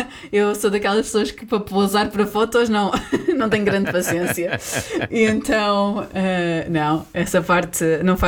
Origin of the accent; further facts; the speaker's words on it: Portugal; como portugueses que éramos e também com uma francesa